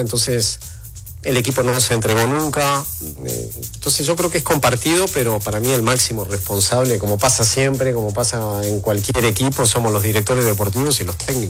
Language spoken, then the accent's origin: Spanish; Uruguay; Yo lo que sí digo como uruguayo, jamás.